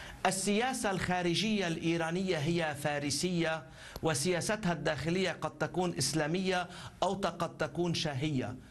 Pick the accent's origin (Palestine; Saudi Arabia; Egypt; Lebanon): Lebanon; وأتحدث كلبناني أنا هنا